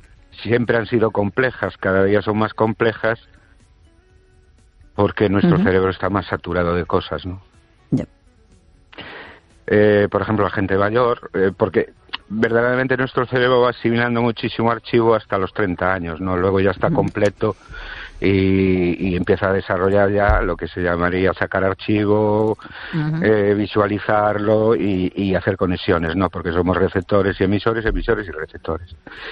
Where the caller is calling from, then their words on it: Ourense, Galicia, Spain; de Orense.